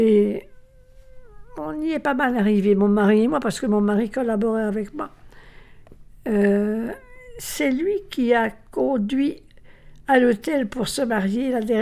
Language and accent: French; Charleroi, Wallonia, Belgium; je suis née à Charleroi et j'y étais. Je vivais à Charleroi.